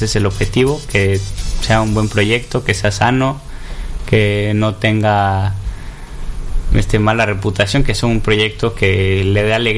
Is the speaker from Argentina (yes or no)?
no; Chiapas, Mexico; porque soy chiapaneco y le voy a los Jaguares